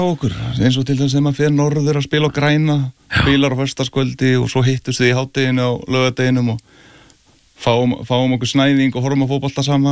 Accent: Reykjavik, Capital Region, Iceland; Já, ég ólst upp í Árbænum.

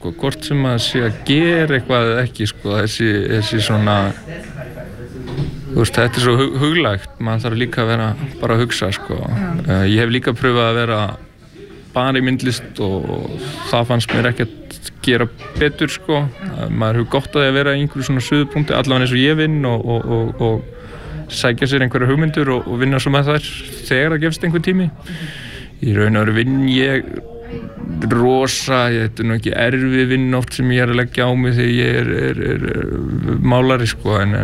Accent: Hjalteyri, Northeastern Region, Iceland; Já, ég er frá Ytribakka við Hjalteyri, raunar jörð sem liggur alveg að Hjalteyri.

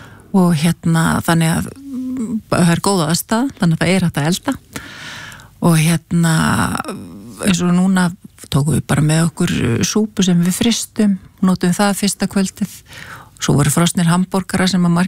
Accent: Mosfellsbær, Capital Region, Iceland; þá var ég að stýra svona verkefni upp í Mosfellsbæ, mínum heimabæ heilsueflandi samfélag

